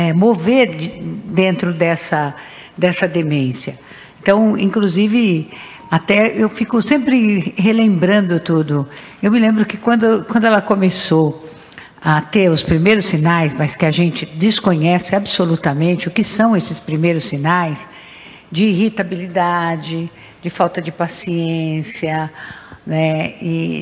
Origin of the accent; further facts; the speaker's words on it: Catanduva, São Paulo, Brazil; eu sou de Catanduva